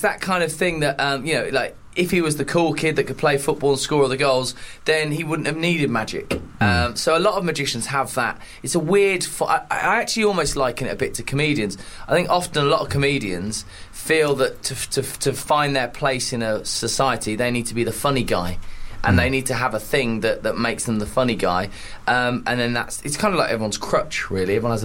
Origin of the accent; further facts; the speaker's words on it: Birmingham, West Midlands, United Kingdom; I'm from Birmingham and we're British.